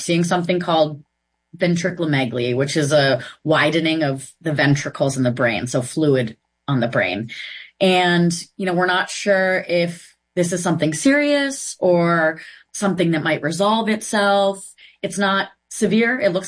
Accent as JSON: {"language": "English", "region": "Massachusetts", "country": "United States", "tie": "born or raised there", "said": "I grew up in Massachusetts. I worked for a while in New York State."}